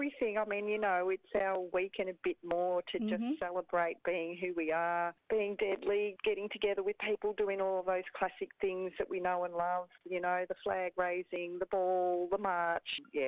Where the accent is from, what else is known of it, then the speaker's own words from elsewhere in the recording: Victoria, Australia; I'm a Yorta Yorta Gunno Kurnai woman. I grew up on Yorta Yorta country up there in northeast Victoria in inland freshwater country.